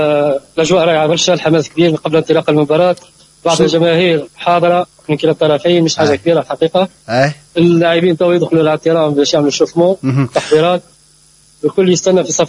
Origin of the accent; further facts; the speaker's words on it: Tunisia; تحية من دكار من قلب الملعب وين باش نساند الترجي الرياضي الجرجيسي. المسافة بعيدة من جرجيس وديما تونس في القلب، إن شاء الله اليوم نفرح بانتصار فريقنا ونشرف أهالينا في جرجيس وتونس كاملة